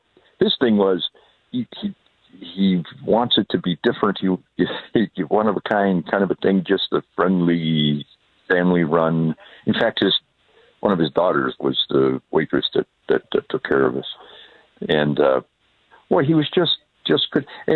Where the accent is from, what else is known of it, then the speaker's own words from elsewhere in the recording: Ohio, United States; where are you from? Ohio. And I said, oh, she said, where from? I said, well, for Georgia County.